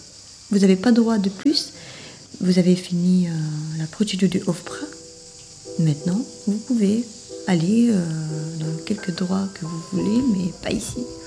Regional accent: Albania; French is a second language; moved away as an adult; now in Besançon, France; Alors, je suis venue d'Albanie, à Besançon.

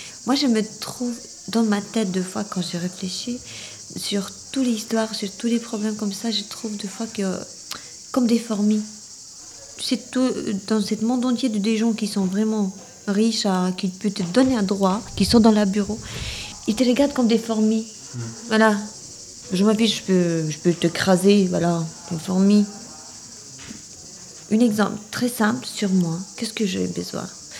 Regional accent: Albania; French is a second language; now in France; Oui, mais je suis venue de l'Albanie.

